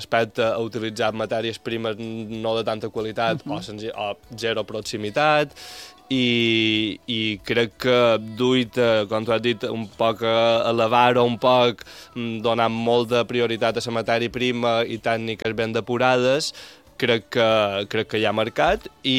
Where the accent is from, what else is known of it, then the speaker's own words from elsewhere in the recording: Montuïri, Balearic Islands, Spain; jo som mallorquí, tota la meva família és mallorquina